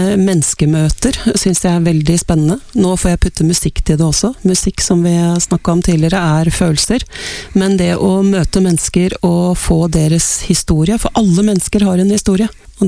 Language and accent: Norwegian; Oslo, Norway; now in Toten, Norway; Jeg kommer fra Kjelsås I Oslo.